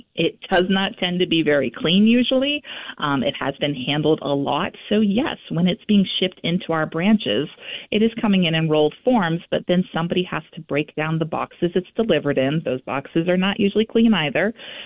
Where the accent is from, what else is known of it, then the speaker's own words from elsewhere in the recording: Maine, United States; Well, so for me, I'm actually not from Vermont. I grew up in central Maine, and I used to vacation up in Vermont with my grandparents that lived in the Jeffersonville area.